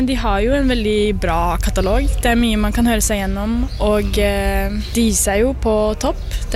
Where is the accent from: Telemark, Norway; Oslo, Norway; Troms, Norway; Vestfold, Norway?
Oslo, Norway; Jeg tror jeg forbinder det veldig med oppvekst og sånn. Det ung. Jeg har vokst opp I Oslo, så det det mye Carpe Diem I ungdomstida.